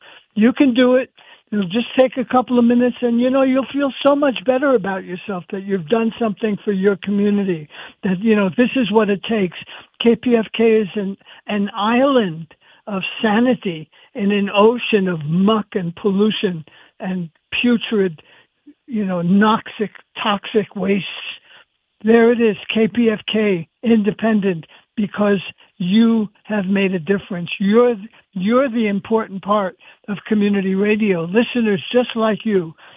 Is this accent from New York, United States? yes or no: yes; New York City, New York, United States; moved away; I grew up in Manhattan, so I grew up, that's not Manhattan, Kansas, Manhattan, New York.